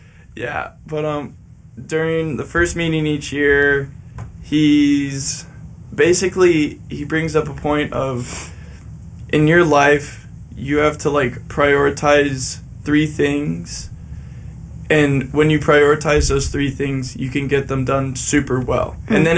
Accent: Bethesda, Maryland, United States; born there; also born or lived in Arlington, Virginia; Yeah, I was born in Bethesda, Maryland, lived in like Arlington, Virginia area

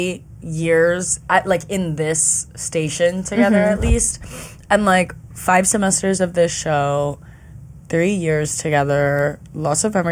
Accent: New Jersey, United States; born and raised in New Jersey

